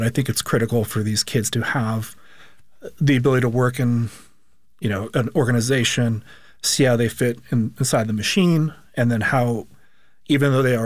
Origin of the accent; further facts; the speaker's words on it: Phoenix, Arizona, United States; I'm from Phoenix originally